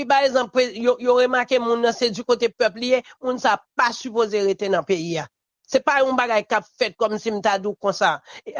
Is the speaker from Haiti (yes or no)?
yes; Haiti; Parce que moi-même, moi, je sens me frustré en tant que haïtien.